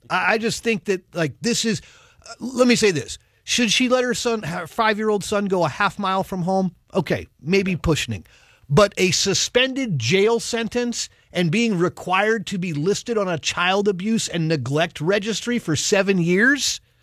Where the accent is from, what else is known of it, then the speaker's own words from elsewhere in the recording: Virginia, United States; moved away; my home state of Virginia.